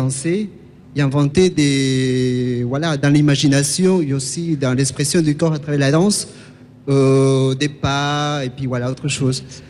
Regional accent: Peru; moved away; je viens du Pérou, j'ai 30 ans.

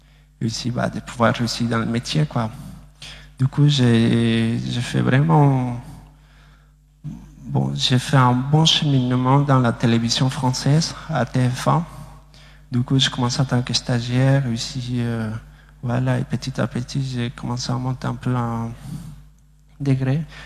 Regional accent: Bolivia; j'ai 25 ans et je suis bolivien. Je viens de la Bolivie, en fait, se trouve en Amérique du Sud.

